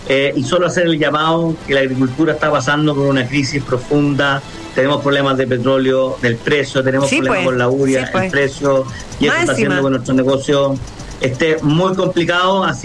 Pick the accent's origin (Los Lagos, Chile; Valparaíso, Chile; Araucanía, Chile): Araucanía, Chile; Traiguén; also born or lived in Los Sauces; Yo tengo 34 años, el problema está hace 30, la violencia. Me crié teniendo una Araucanía en llamas